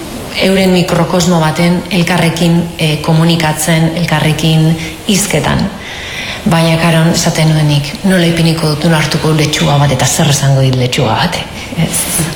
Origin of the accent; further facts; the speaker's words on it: Ondarroa, Basque Country, Spain; ni ondarrokoa naizen